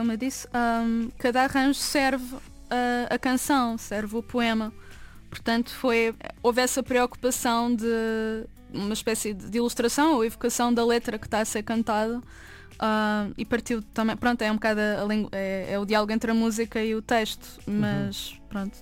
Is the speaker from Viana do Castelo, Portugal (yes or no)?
no; Lisbon, Portugal; now in Porto, Portugal; Eu sou também de Lisboa, apesar de morar no Porto